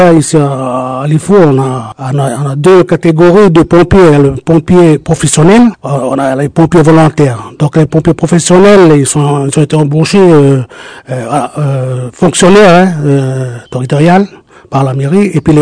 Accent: Païta, South Province, New Caledonia; À la Grande Terre, on est souvent, je viens de Païta, après j'étais à Yaté.

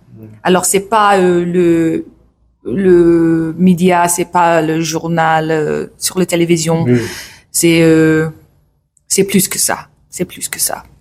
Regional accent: New Zealand; French is a second language; On vient de Nouvelle-Zélande, Aotearoa, et on n'a pas eu la chance de écouter les vraies histoires, le vrai.

